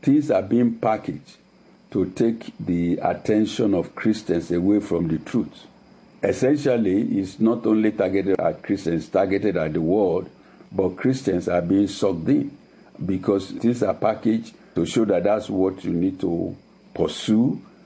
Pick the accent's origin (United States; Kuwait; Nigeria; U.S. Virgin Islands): Nigeria; moved away; As I said, I came from Nigeria. Where I came from, there is no homelessness.